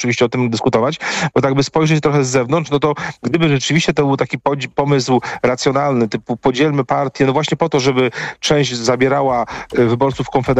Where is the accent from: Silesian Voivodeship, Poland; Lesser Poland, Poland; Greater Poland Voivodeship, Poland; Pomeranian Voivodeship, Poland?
Greater Poland Voivodeship, Poland; Poznań; jestem z Poznania